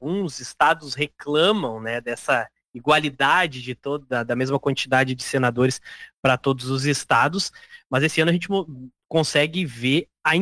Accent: Porto Alegre, Rio Grande do Sul, Brazil; moved away; vamos lá para minha terrinha matar um pouco da saudade de Porto Alegre

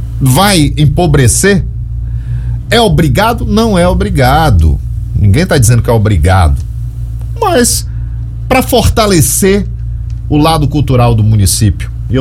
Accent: Feira de Santana, Bahia, Brazil; now in Serra do Ramalho, Brazil; Eu sou feirense, natural de Feira de Santana, mas Serra do Ramalho, a população me abraçou

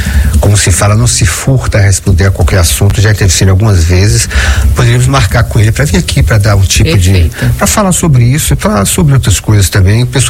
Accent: Iguaí, Bahia, Brazil; Sou aqui de Iguaí e a deputada Roberta Roma mandou para a saúde aqui de Iguaí quase R$1 milhão.

